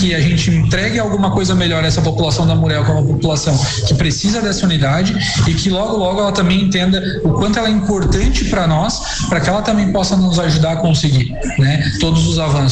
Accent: Armazém, Santa Catarina, Brazil; Então, eu sou de Armazém, né?

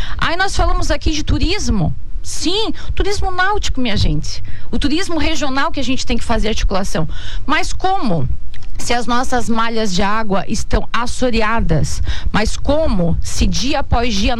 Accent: Laguna, Santa Catarina, Brazil; eu falo como lagunense que sou, da região da Laguna

